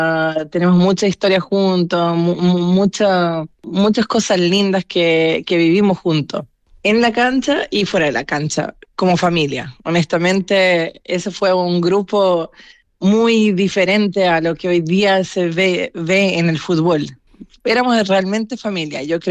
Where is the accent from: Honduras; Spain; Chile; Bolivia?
Chile; Es que yo soy más chilena que los porotos, tú lo sabes muy bien. Y a mí me encanta Chile, lo amo, lo siento como mi tierra.